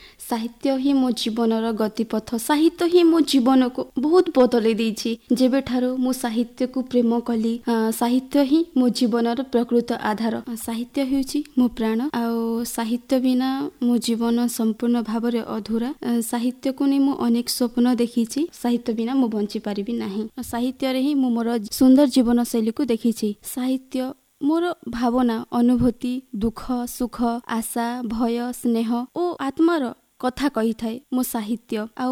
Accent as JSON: {"language": "Odia", "region": "Odisha", "country": "India", "said": "ଓଡ଼ିଆ ଭାଷାକୁ ନେଇ ଆମେ ଗର୍ବ କରିବା ଦରକାର ଯେ ଆମେ ଓଡ଼ିଆ ଜାତିର ସନ୍ତାନ ବୋଲି।"}